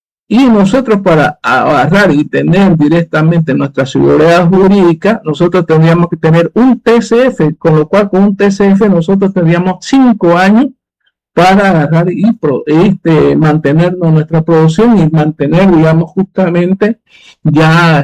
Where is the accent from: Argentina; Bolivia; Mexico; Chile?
Bolivia; A mí lo más interesante es que nosotros, como boliviano, tenemos que tener en cuenta lo siguiente.